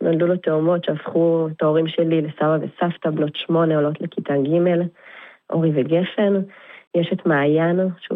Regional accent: Neve Daniel, West Bank, Palestine; גדלנו בנווה דניאל.

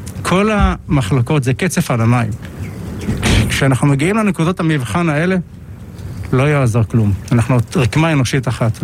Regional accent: Gedera, Central District, Israel; born or raised there

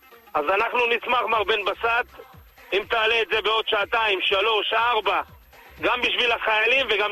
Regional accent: Petah Tikva, Central District, Israel; אני מפתח תקווה.

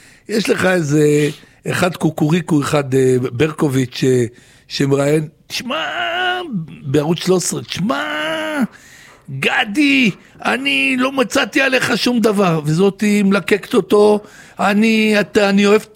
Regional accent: Lod, Central District, Israel; moved away; גדלתי בעיר ערבית יהודית, ובילדות שלי הייתה שהערבים היו ממש היו חברים וטובים.

